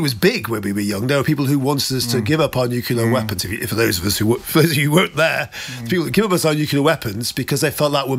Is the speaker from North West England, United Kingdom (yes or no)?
yes; Manchester, North West England, United Kingdom; I'm from Manchester, but I happened to be in London.